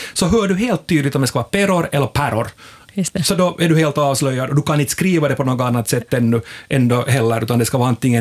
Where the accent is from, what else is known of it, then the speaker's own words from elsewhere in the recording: Korsholm, Ostrobothnia, Finland; Jag är från Korsholm, ja.